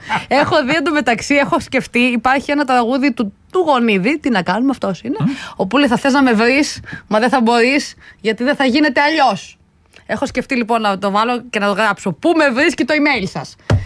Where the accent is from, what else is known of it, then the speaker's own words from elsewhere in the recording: Krestena, Western Greece, Greece; Δεν θα πάω τώρα στο χωριό μου Κώστα, στο πανηγύρι στα Κρέστενα.